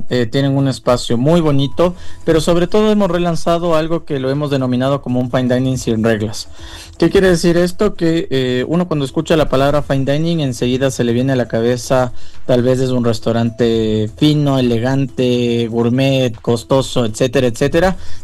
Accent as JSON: {"language": "Spanish", "country": "Ecuador", "said": "cada una de estas cosas que nosotros como ecuatorianos nos gusta."}